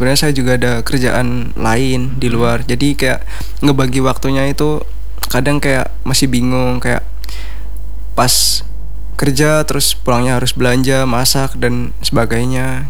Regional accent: Kediri, East Java, Indonesia; now in Palangkaraya, Indonesia; Kalau saya aslinya dari Kediri Jawa Timur

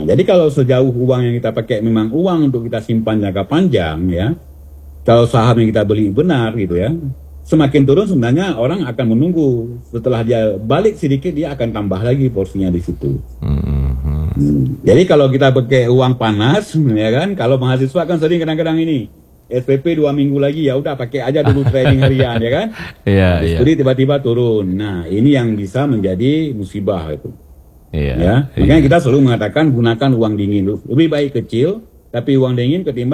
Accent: Banda Aceh, Aceh, Indonesia; pesan saya sebagai warga Banda Aceh

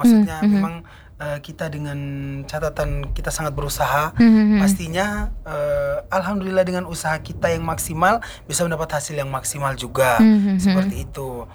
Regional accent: Baubau, Southeast Sulawesi, Indonesia; walaupun kami dari Kota Bau-Bau tetapi kami membawa nama Sulawesi Tenggara nih

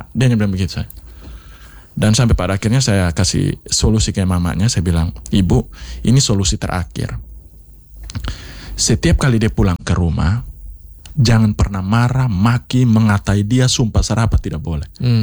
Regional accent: Kupang, East Nusa Tenggara, Indonesia; Saya istilah tuh kalau ngomong kita orang Kupang tuh, nasihat sampai leher bengkok.

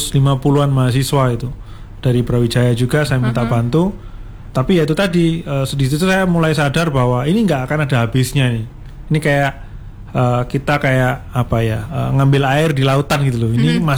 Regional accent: Malang, East Java, Indonesia; born there; saya lahir di Malang

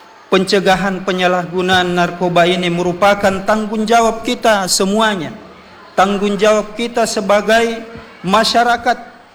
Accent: Indonesia; عن بلدنا إندونيسيا

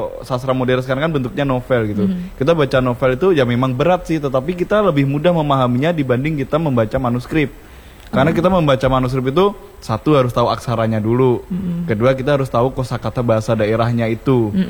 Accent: Java, Indonesia; moved away; asli orang sini

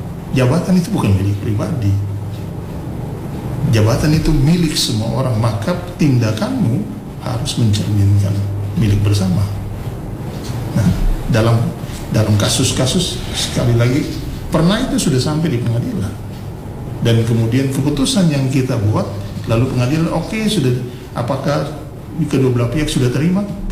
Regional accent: Maluku, Indonesia; kita sebagai orang Kei yang hidup di Kei saat ini, maupun dimanapun

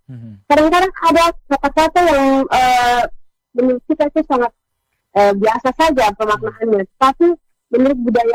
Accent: Kodi, East Nusa Tenggara, Indonesia; karena saya ini bukan asli orang Kodi, saya campuran orang Kodi di sini, orang Kodi Kepa, tanggal bapak saya orang Kepa, bapak saya orang Sumba, jadi tidak banyak leksikon yang saya tahu, Kakak.

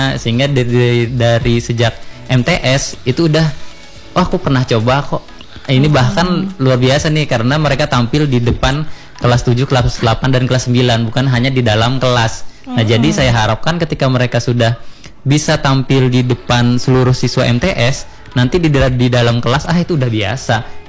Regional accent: Palangkaraya, Central Kalimantan, Indonesia; lahir dan besar di Kota Palangkaraya

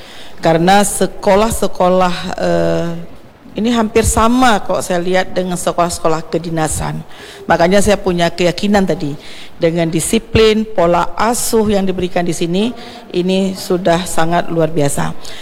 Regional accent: Aceh, Indonesia; kita Aceh Besar

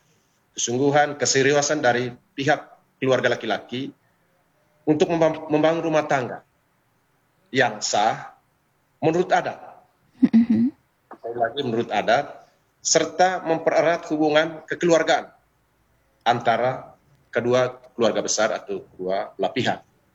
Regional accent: East Nusa Tenggara, Indonesia

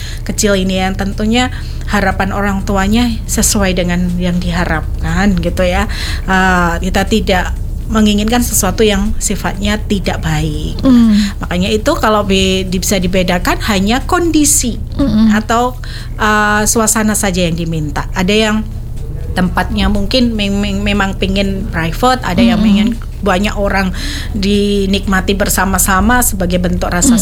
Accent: Java, Indonesia; budaya kita Jawa

